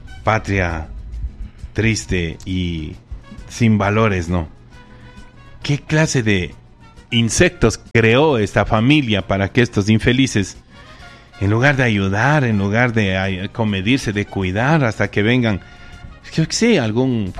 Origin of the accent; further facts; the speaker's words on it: Ecuador; Yo soy ecuatoriano, soy vivo.